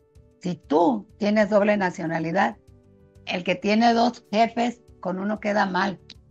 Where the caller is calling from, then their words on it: Tijuana, Baja California, Mexico; sería de México, para poder luchar por mi tierra, para poder defender mi tierra